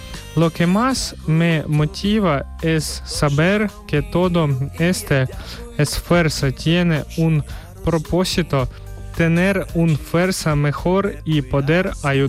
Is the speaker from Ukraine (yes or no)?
yes; Ukraine; Spanish is a second language; now in Jaén, Spain; Yo soy un joven ucraniano que ahora vive en Jaén. Vive a España buscando seguridad y nuevas oportunidades.